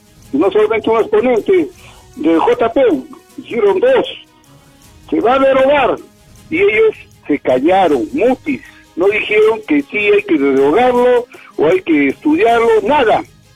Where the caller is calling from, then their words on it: Arequipa, Peru; hablo de Cono Norte.